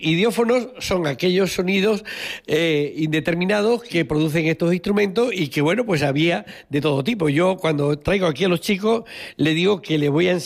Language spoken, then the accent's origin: Spanish; Santiago de Alcántara, Extremadura, Spain; cuando éramos pequeños, nos gustaba ir tocando las matracas y las carracas, que allí le decimos en Santiago de Alcántara, la provincia de Cáceres